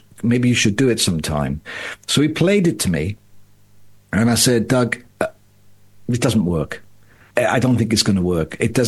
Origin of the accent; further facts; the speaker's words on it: Llantrisant, Wales, United Kingdom; I grew up in South Wales in a little town called Llantrisant, which is just north of Cardiff.